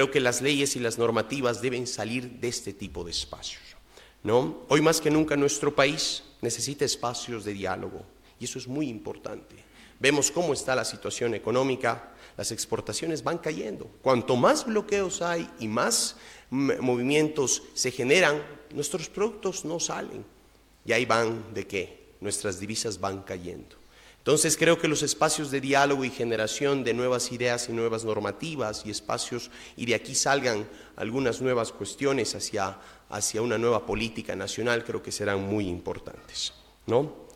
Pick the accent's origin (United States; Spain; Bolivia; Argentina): Bolivia; nosotros como bolivianos